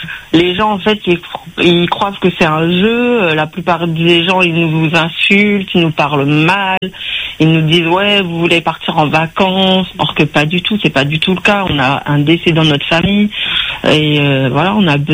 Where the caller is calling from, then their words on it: France; Je suis en France métropolitaine.